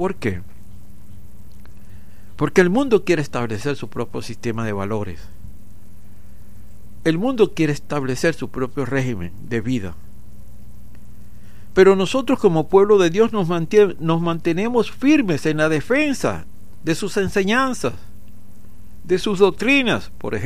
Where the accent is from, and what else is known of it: Venezuela